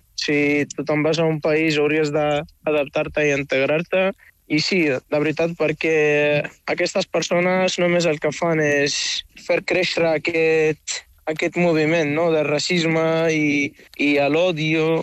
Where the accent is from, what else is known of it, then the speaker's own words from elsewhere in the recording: Morocco; moved away; Una mica sí. Com a migrant marroquí, sí, sincerament.